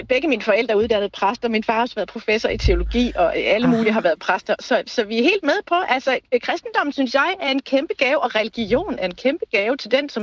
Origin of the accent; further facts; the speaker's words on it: Valby, Capital Region of Denmark, Denmark; Jeg er nu fra Valby, men jeg er på vej til Viborg